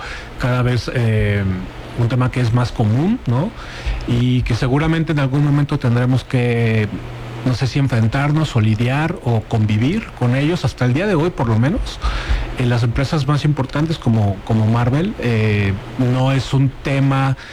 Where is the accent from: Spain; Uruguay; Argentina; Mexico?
Mexico; Somos mexicanos.